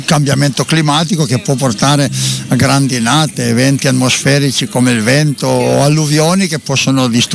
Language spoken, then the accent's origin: Italian; Staffarda, Piedmont, Italy; born there; now in Saluzzo, Italy; io sono nato a Staffarda, un'abbazia proprio davanti alla chiesa, poi mi sono trasferito a Saluzzo